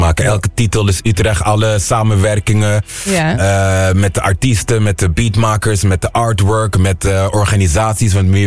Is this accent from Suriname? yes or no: no; Aruba; born there; Ik ben op Aruba geboren, maar ik noem mijzelf altijd Afrikaan.